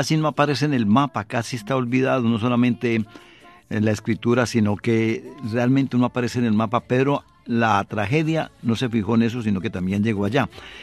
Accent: Colombia; moved away

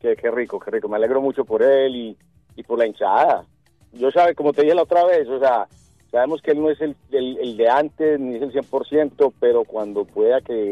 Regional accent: Medellín, Antioquia, Colombia; moved away as an adult; also born or lived in Don Matías, Colombia; yo soy nacido en Don Matías... Criado hasta la juventud en Medellín y después el resto de mi vida aquí.

